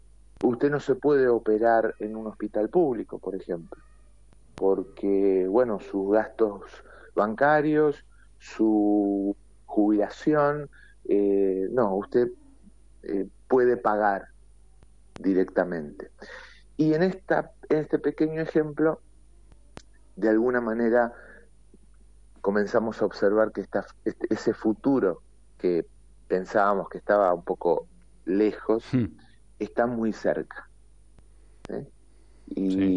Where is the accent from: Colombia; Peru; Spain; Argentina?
Argentina; nosotros como argentinos